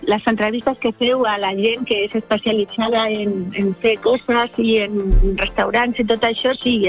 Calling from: Barcelona, Catalonia, Spain; De Barcelona, Barcelona.

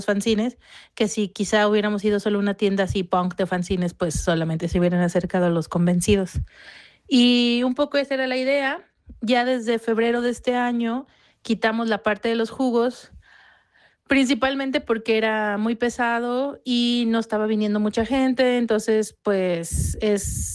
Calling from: Mexico

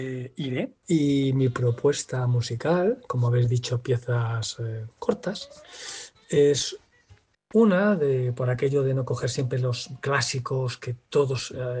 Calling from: Madrid, Community of Madrid, Spain; de Madrid.

